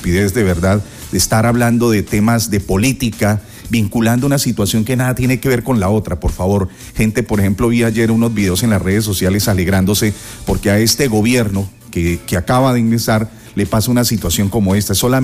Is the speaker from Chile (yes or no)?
no; Colombia; Y si hay algo que nos identifique independientemente de la manera de pensar, es que todos somos colombianos.